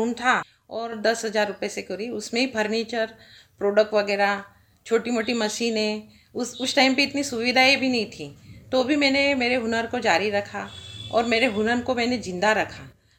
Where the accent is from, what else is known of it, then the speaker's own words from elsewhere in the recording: Buldhana district, Maharashtra, India; born there; moved away as an adult; now in Khandwa, India; मैं खंडवा मध्य प्रदेश की रहने वाली हूँ और बुलढाणा डिस्ट्रिक्ट का मेरा मायका है